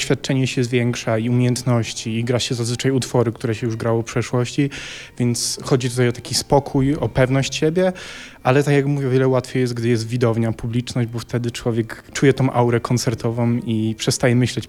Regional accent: Lesser Poland, Poland; now in Poznań, Poland; jestem z Podhala, moi rodzice są z Podhala

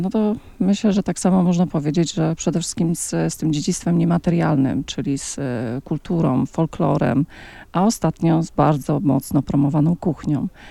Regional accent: Lubaczów, Subcarpathian Voivodeship, Poland; ja akurat pochodzę z Lubaczowa, sąsiadującego tutaj. Zawsze mówię, że żałuję, że ta granica Roztocza nie jest przesunięta i nie mogę powiedzieć, jestem z Lubaczowa, z Roztocza.

